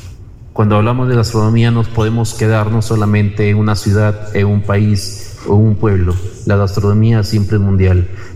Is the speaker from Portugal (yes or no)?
no; Piura, Peru; nosotros, los piuranos